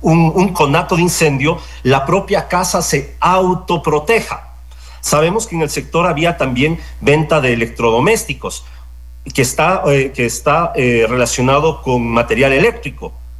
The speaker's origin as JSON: {"language": "Spanish", "town": "Riobamba", "region": "Chimborazo", "country": "Ecuador", "said": "la respuesta es muy, muy fácil de realizar para quienes somos de Riobamba o quienes tenemos un contacto con Riobamba."}